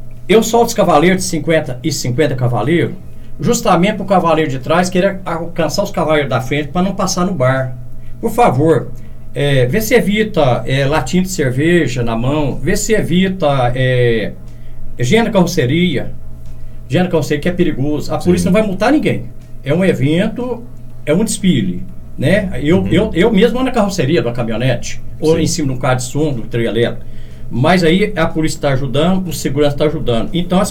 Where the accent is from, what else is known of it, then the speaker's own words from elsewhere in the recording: Cedro do Abaeté, Minas Gerais, Brazil; moved away; Sé do Abaeté, minha terra natal